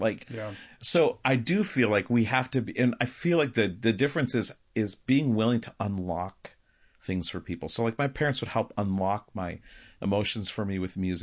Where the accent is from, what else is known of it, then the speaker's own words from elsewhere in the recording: Michigan, United States; Yeah, so I'm from, if you're on the radio, you can't see me, but I'm holding up my hand as a true Michigander because this is how we use body parts for directions.